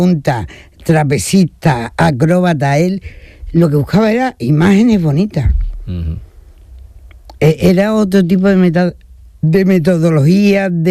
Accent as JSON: {"language": "Spanish", "region": "Andalusia", "country": "Spain"}